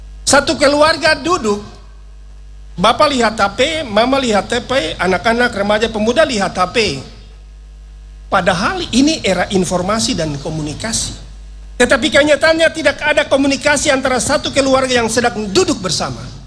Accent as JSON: {"language": "Indonesian", "town": "Jayapura", "region": "Papua", "country": "Indonesia", "said": "Yo, saya dari Jayapura, jadi saya bilang itu."}